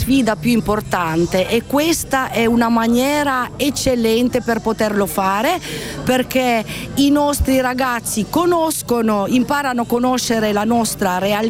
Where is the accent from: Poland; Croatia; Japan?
Croatia; Vodnjan, Istria County; il nostro dialetto dignanese